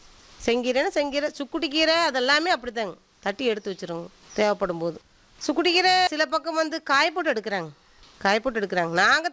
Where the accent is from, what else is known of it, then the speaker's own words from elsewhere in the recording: Malaipalayam, Tamil Nadu, India; நாங்கள் பிறந்தது இதே மலைப்பழையுமே தானுங்க. படித்தது பார்த்துட்டிங்கன்னா செஞ்சேரி மலை ஸ்கூலில். நாங்கள் கல்யாணம் பண்ணது இதே ஊரில் தான், மலைப்பழத்துலேயே தான். நாங்கள் இதே ஊரில் தான் இருக்கேங்க. கல்யாணமாகி கிட்டத்தட்ட 21 வருஷம் ஆச்சுங்க.